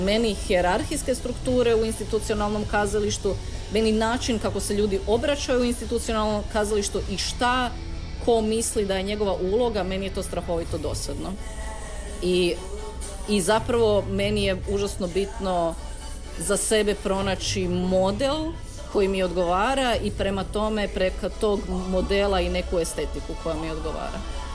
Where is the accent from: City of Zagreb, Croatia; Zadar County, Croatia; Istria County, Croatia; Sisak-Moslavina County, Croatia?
Sisak-Moslavina County, Croatia; Kutina; ja sam iz Kutine, ja sam ono dijete iz zajedničke klase iz Kutine